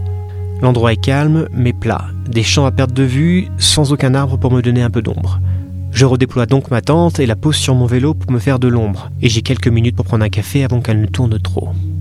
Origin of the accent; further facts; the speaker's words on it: France; Bonjour, ça va, je suis français.